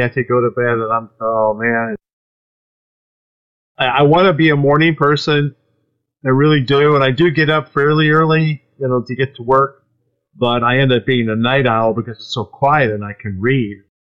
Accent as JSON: {"language": "English", "town": "Lakewood", "region": "Ohio", "country": "United States", "tie": "born or raised there", "said": "I'm from Lakeland, Ohio, which is a suburb just west of Cleveland. I was raised in a very large family. I'm the oldest of eight kids."}